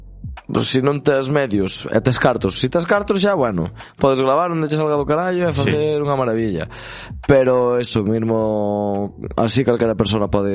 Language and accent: Galician; Xinzo de Limia, Galicia, Spain; A verdad, eu son de Xinzo, pero meus pais son de Perrelos e de Folgoso, que son dos pueblos do concello de Sarreaos, que xusto están separados polo monte.